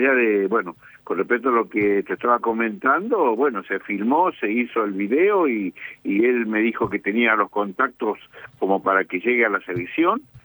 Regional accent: San Juan, Argentina; moved away as an adult; now in Río Grande, Argentina; Yo soy de la provincia de San Juan, pero yo estoy viviendo hace un montón de tiempo, como otros compañeros de hace un montón. Yo estoy del año 1985 acá, vine al batallón de Infantería María número 5 destinado y después decidí quedarme.

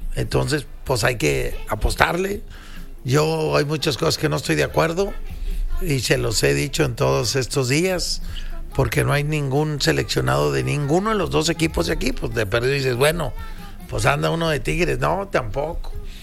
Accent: Mexico; que no se les olvide que somos mexicanos

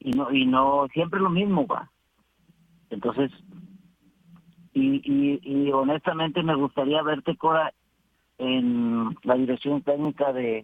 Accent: Monterrey, Nuevo León, Mexico; O sea, a pesar de que soy de Monterrey, ni que soy de allá, pero no me interesa.

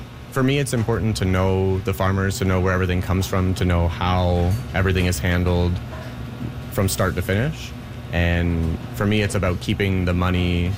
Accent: Canada; Part of our ethos being Canadian, sustainable, local as much as possible does involve with being in Ottawa, in Gatineau, in a northern part of the country, we have to preserve for wintertime.

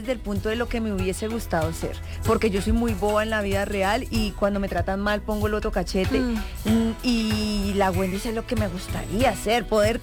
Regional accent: Bogotá, Colombia; moved away; also born or lived in Europe; yo soy de Suba y Suba tiene todos los estratos

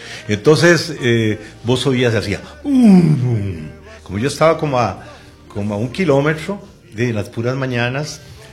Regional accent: San José, Costa Rica; born there; moved away as an adult; also born or lived in Mexico; yo nací en Barrio Amón, en una casa esquina opuesta a los lavaderos de Traube.

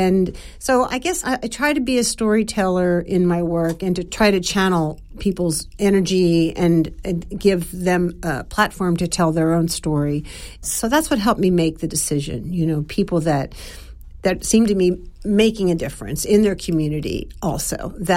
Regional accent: New Orleans, Louisiana, United States; we're from New Orleans

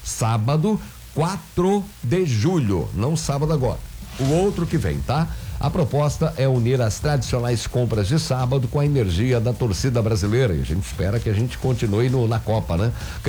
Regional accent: Brazil

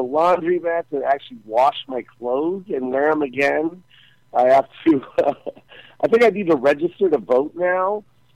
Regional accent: Las Vegas, Nevada, United States; that's my hometown, too

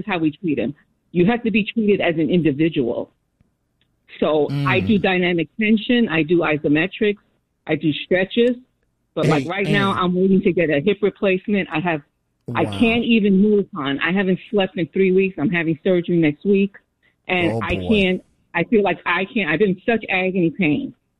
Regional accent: New York City, New York, United States; I'm from Washington Heights in the Bronx.

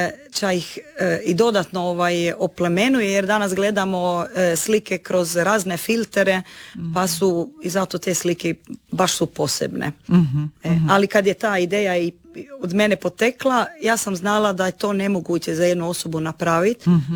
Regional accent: Sveti Petar, Croatia; Sandra nije Svetog Petra pa ne zna, ja jesam

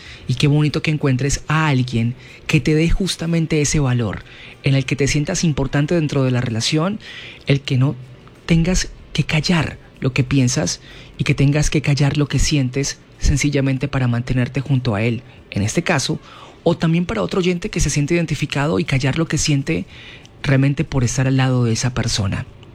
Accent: Silvia, Cauca, Colombia; a raíz de la cuarentena me regresé a mi pueblo natal, Silvia, y aquí comprendí que amo a esa persona

